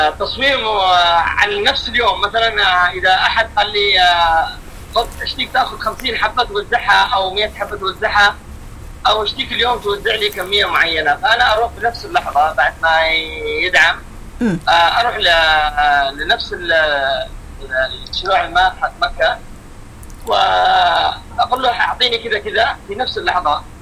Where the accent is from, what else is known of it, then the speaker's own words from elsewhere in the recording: Aden, Yemen; وكانوا يقولوا لي أنت من فين؟ أقول لهم أنا من عدن. أيوة بعدين ربطوا لي